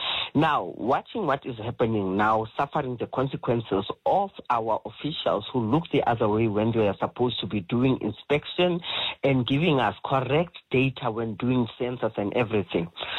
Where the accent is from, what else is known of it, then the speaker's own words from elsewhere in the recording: Tembisa, Gauteng, South Africa; we're from Tembisa, am I right, or Jamestown?